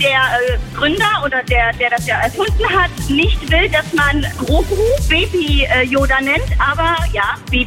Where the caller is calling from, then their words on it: Wöllstadt, Hesse, Germany; Ich komme aus Niederwölstadt.